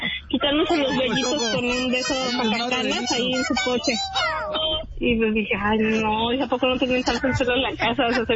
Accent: Mexico City, Mexico; born or raised there

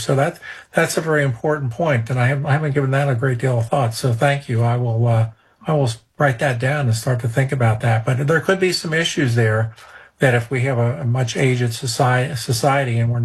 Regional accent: Ohio, United States; now in North Carolina, United States; When I grew up in Ohio

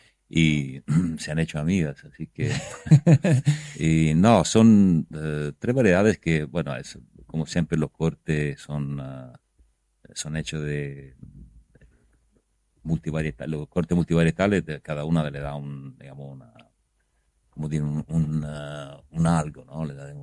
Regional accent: Tuscany, Italy; now in Argentina; También en Toscana, de donde yo vengo

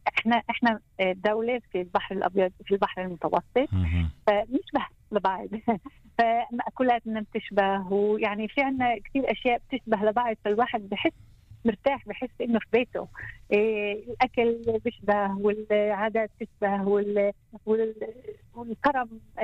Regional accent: Israel; أقرب مدينة بقدر يصلها السائح من عندنا، من بلادنا 40 دقيقة بتقدر توصلها.

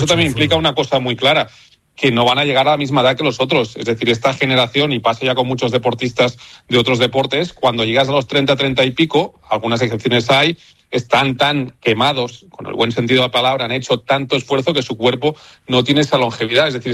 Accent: Catalonia, Spain; Soy catalán, pero Paula, no hay problema, no te preocupes.

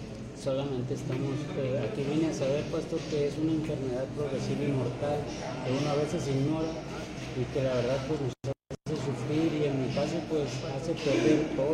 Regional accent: Tabasco, Mexico; relativamente están muy cerca de aquí, yo no conozco, pues yo vengo de Tabasco.

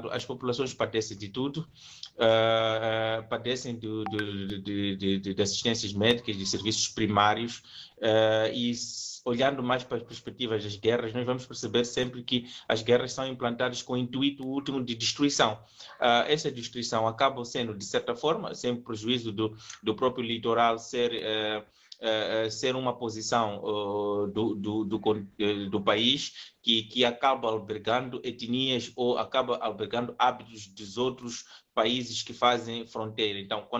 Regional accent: Mozambique

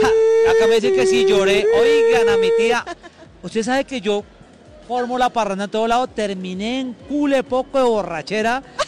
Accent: Bogotá, Bogotá Capital District, Colombia; Y lo digo como rolo, obviamente a mí me da durísimo el calor.

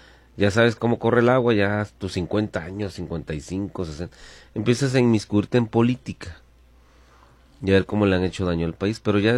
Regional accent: Mexico

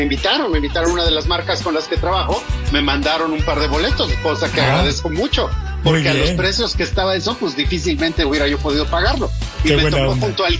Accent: Mexico; hasta nuestra capacidad como mexicanos de hacer escándalo está limitado al grito, el entusiasmo y el canto

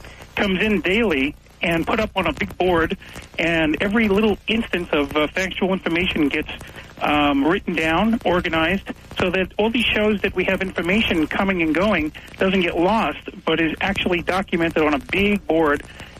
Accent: Burbank, California, United States; from Burbank, California.

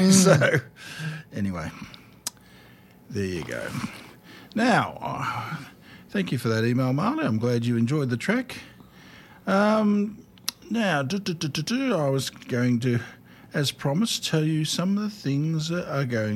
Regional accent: Bendigo, Victoria, Australia; And I can say I'm from Bendigo, but I've also got a great-great-grandfather that fought at Eureka.

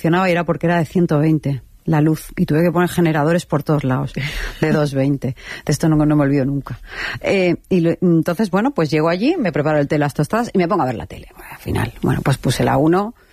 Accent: Balearic Islands, Spain; soy de Mallorca

